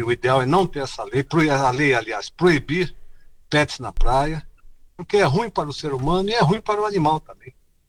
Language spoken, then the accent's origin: Portuguese; Santos, São Paulo, Brazil; aqui de Santos. Conversando sobre os animais na praia, deixa eu pôr meu ponto de vista. Sou santista, sempre morei aqui, tenho animais